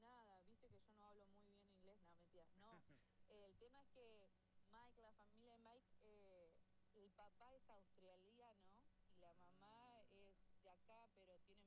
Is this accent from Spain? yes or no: no; Argentina; fuimos todos, somos como, seremos ahora como 400 argentinos más o menos.